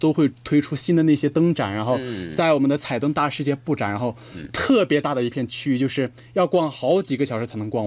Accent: Zigong, Sichuan, China; 然后我来自四川子宫，我也是四川的。

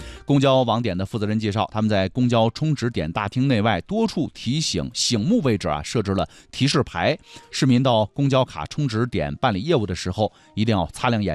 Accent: Yunnan, China; 很多朋友说咱们云南人又开始吃绿化带了啊

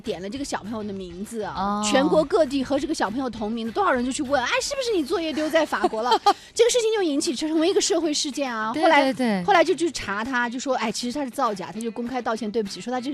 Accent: Yuxi, Yunnan, China; 我小时候是在玉溪嘛，

